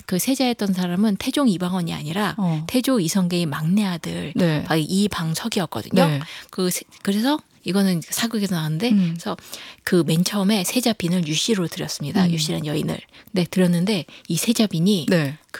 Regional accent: South Korea; 근데 그 지금 우리나라 한국 사람으로서는 네. 이해가 안 가죠. 마늘 없이는 살 수 없는데.

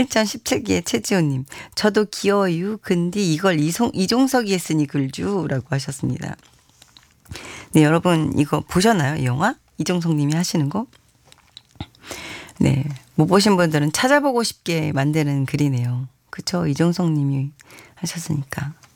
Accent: Seoul, South Korea; 저는 서울이에요.

